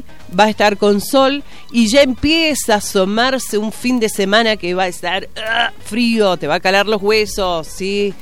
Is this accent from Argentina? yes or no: yes; Argentina